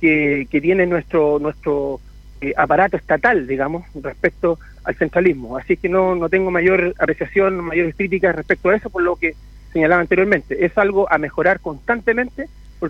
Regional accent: Chile

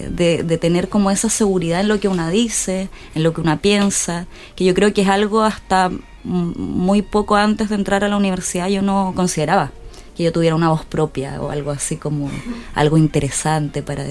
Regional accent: Santiago, Santiago Metropolitan Region, Chile; also born or lived in Quilicura; Yo soy de Santiago. Yo siempre digo que soy de Cerro Navia, que es una comuna de Santiago. ¿Sí? Donde yo nací y crecí, donde conecta un poco las imágenes de esta novela, pero también pasé mucha parte de mi vida viviendo en Quilicura. Entonces siempre rodeado en realidad de Santiago, nunca he estado muy en el centro.

